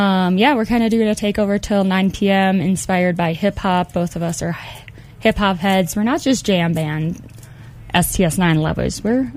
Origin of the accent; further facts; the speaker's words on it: Minnesota, United States; now in Colorado, United States; I'm from the Minneapolis suburbs, so I grew up seeing a lot of hip-hop. And then I moved out to Colorado, and I got bluegrass and jam bands, I guess.